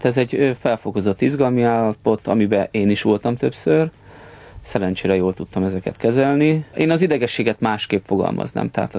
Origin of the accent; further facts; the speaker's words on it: Budapest, Hungary; Nem, belvárosi gyerek voltam, tehát a 8. kerületbe születtem. Később, amikor önálló lakásom lett, akkor költöztem Újpestre.